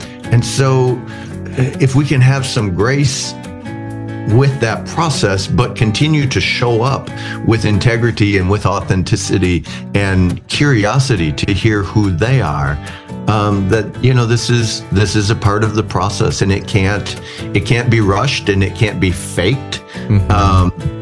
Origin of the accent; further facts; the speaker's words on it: Minnesota, United States; I'm from Minnesota. He saw my license plate.